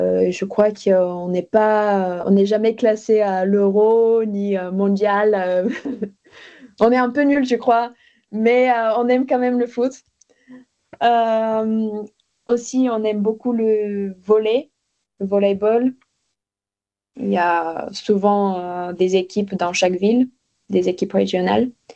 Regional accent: Bulgaria

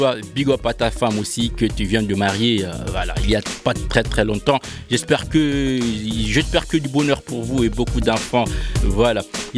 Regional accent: Guinea; moved away; la fête nationale aussi de mon bled, Guinée-Conakry

